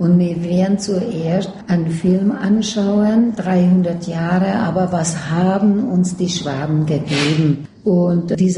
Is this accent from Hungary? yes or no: yes; Pilisszentiván, Pest, Hungary; accent: St. Ivaner Mundart (southern Bavarian Danube Swabian dialect)